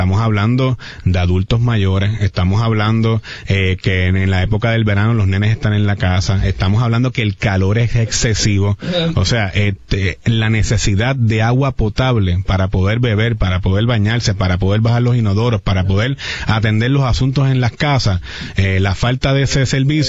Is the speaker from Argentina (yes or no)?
no; San Juan, Puerto Rico; yo también soy sanjuanero. Mi familia reside en San Juan.